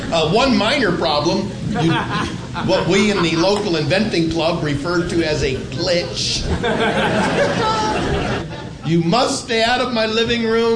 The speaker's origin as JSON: {"language": "English", "town": "New York City", "region": "New York", "country": "United States", "said": "I go, I'm from New York."}